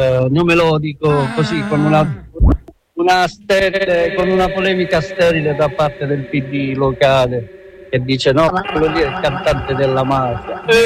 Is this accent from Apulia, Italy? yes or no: yes; Cerignola, Apulia, Italy; Da Cerignola, dal mio paese natale. Sì, sto facendo una residenza artistica.